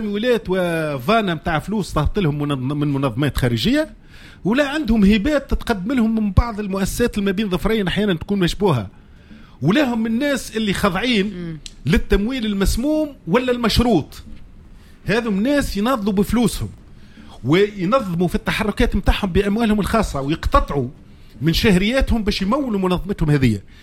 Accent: Tunisia

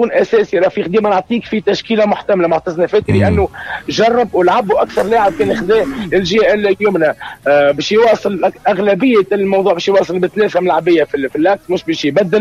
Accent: Tunisia; احنا تونسي

